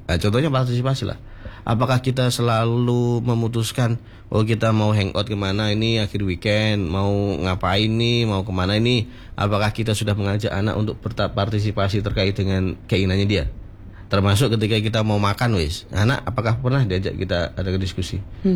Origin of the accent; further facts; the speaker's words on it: Bojonegoro, East Java, Indonesia; saya orang asli Bojonegoro